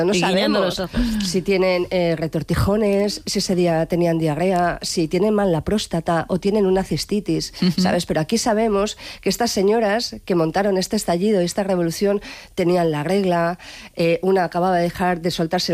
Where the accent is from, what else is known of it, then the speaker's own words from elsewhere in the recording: Galicia, Spain; Soy gallega, digámoslo.